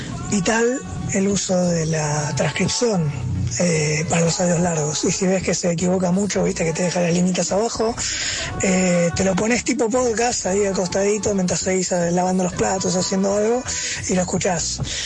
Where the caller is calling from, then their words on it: Buenos Aires, Argentina; de Monte Castro.